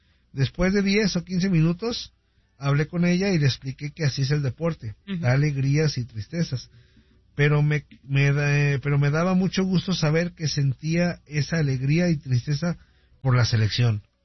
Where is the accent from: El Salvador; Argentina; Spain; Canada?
El Salvador; Y yo que soy salvadoreño, sentí que México jugó como nunca.